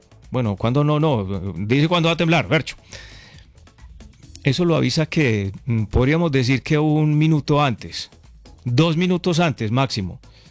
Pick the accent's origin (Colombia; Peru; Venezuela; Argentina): Colombia; Concordia, Antioquia; mi pueblo de Concordia